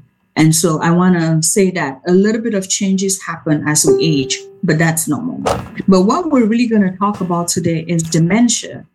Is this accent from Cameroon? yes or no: yes; Cameroon; moved away as an adult; now in United States; I am born and raised in Cameroon, came to the U.S. for higher education and then stayed.